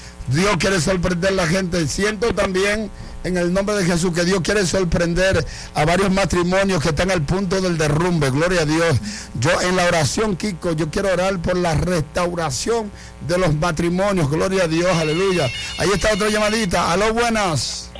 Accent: Boca Chica, Santo Domingo, Dominican Republic; a Boca Chica, de donde soy.

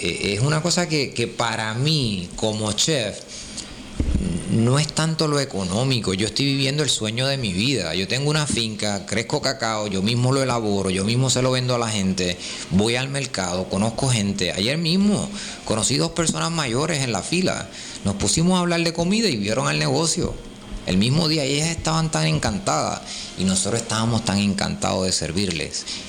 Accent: San Sebastián, Puerto Rico; cuando yo crecí en San Sebastián

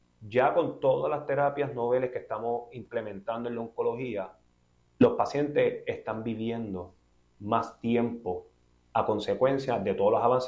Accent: Puerto Rico; como boricua al fin

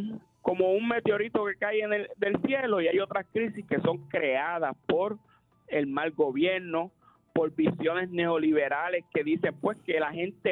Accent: Bayamón, Puerto Rico; allí en Redville, en Bayamón, que yo soy de acá de Bayamón

